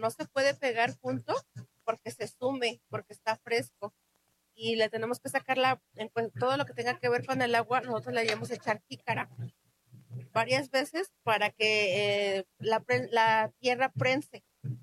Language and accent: Spanish; Los Reyes Metzontla, Puebla, Mexico; en mi pueblo de los Reyes Metzoncle